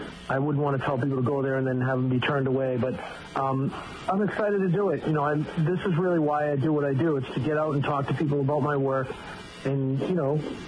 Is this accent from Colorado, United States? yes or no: no; Brockton, Massachusetts, United States; That was a passion project growing up in Brockton.